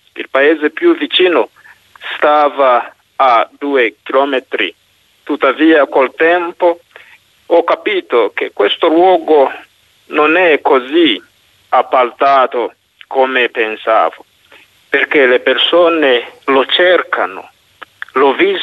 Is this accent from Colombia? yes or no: no; Uganda; Italian is a second language; now in Italy; vengo dall'Uganda, che è un nuovo priore del santuario e anche comunità di Pietralba.